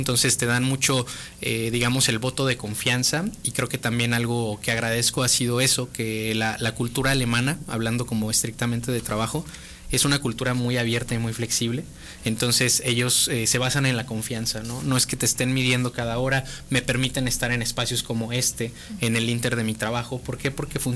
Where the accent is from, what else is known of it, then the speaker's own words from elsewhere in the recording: Mexico; sobre todo como mexicanos